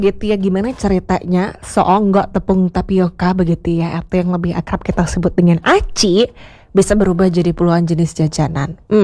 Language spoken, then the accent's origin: Indonesian; Indonesia